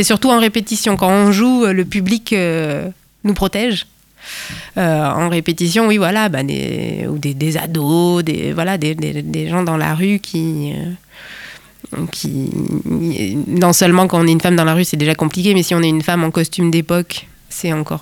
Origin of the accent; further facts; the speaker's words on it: Toulouse, Occitanie, France; now in Rennes, France; moi je suis toulousaine et je viens du Mirail, un quartier populaire, j'ai grandi toute mon enfance là-bas. De deux, dans ma vie personnelle, je déménage à Maurepas, il se trouve, dans 15 jours.